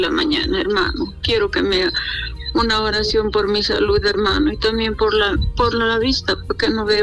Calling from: Puno, Peru; Le llamo de la ciudad de Puno.

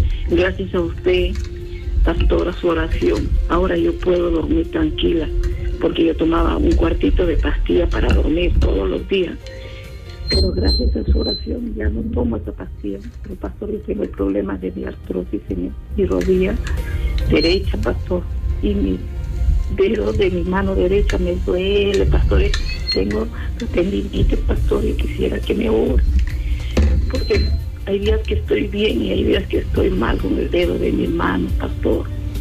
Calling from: Chimbote, Ancash, Peru; Estoy llamando desde Chimbote.

